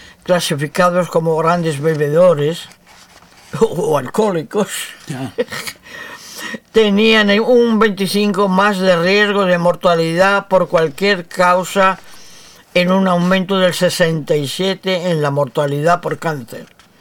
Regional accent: Madrid, Community of Madrid, Spain; También a mí, Madrid. Que soy madrileña también.

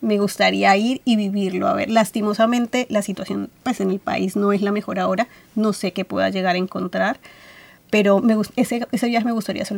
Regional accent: Cali, Valle del Cauca, Colombia; moved away as an adult; also born or lived in Brisbane; now in Adelaide, Australia; yo vengo de Cali, que es 35 grados centígrados todo el año.

